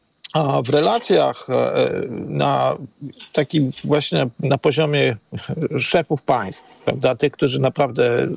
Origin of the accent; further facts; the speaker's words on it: Lublin Voivodeship, Poland; Ja jestem z Lubelszczyzny, ja wiem, że tam po prostu 500 metrów dalej coś jednak byłoby zabudowane.